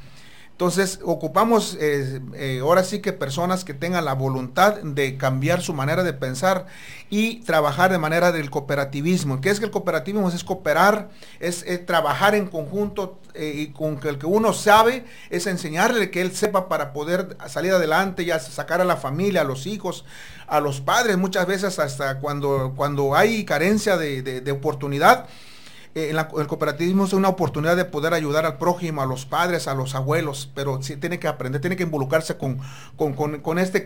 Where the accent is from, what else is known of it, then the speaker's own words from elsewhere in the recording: Mexico; y obviamente como mexicanos de aquí